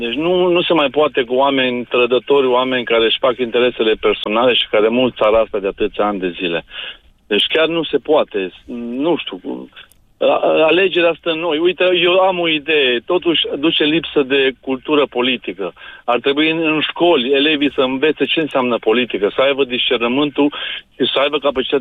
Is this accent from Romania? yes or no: yes; Romania; born there; moved away as an adult; also born or lived in Rome, Italy; sunt român, sunt născut în România și aș vrea să mor în România.